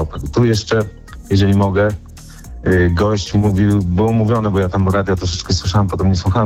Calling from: Białystok, Podlaskie Voivodeship, Poland; bo ja z Białegostoku

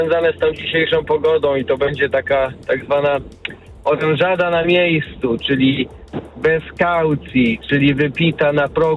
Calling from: Nowy Żmigród, Subcarpathian Voivodeship, Poland; Z Nowego Żmigrodu. To jest taka miejscowość w Beskidzie Niskim.

